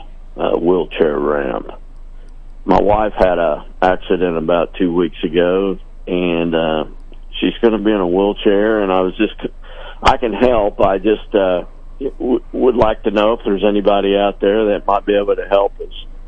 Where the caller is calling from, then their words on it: Carrollton, Missouri, United States; Yes, I'm calling from Carrollton.